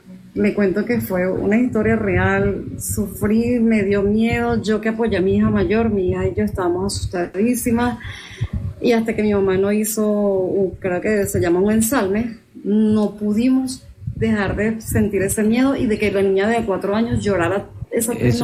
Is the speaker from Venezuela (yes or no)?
yes; Venezuela; also born or lived in Colombia; Yo soy colombiana, criada en Venezuela.